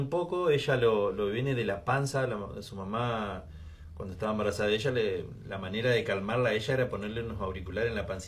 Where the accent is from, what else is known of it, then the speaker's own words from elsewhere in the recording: Cañada Rosquín, Santa Fe, Argentina; moved away as an adult; now in Entre Ríos, Argentina; Criado en el lado de Santa Fe, yo me crié en Cañada Rosquín, el pueblo